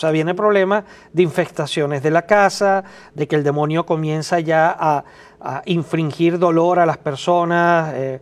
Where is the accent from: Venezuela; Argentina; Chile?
Venezuela; now in United States; en mi país, en Venezuela